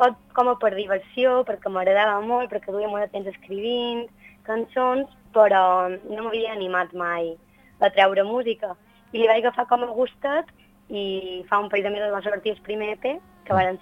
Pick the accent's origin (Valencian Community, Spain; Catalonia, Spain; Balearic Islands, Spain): Balearic Islands, Spain; moved away as an adult; now in Madrid, Spain; jo soc mallorquina, però no m'havia plantejat escriure en mallorquí